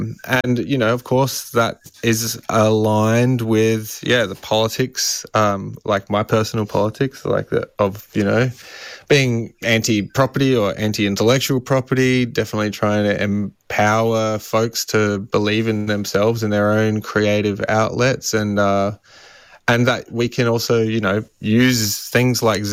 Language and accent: English; Adelaide, South Australia, Australia; when I was young and growing up in Adelaide.